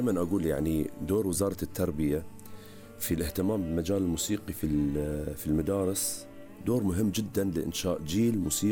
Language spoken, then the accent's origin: Arabic; Riffa, Southern Governorate, Bahrain; also born or lived in Muharraq / Manama; أنا من المنامة ومن مواليد المحرق. نعم. وعشت طفولتي في الرفاع.